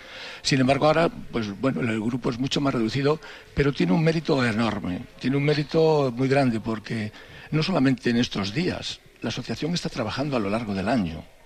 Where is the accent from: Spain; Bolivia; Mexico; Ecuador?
Spain; Cantabria; Y la que tenemos que sentir orgullosos como cántabros de la celebración de esta fiesta.